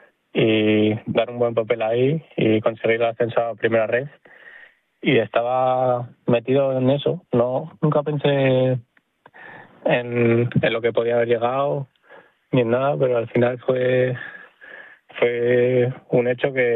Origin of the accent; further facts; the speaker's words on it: Gijón, Asturias, Spain; Llevaba ya 11 años ahí y soy de Gijón, cuesta, pero yo creo que ya era necesario para crecer y para mejorar.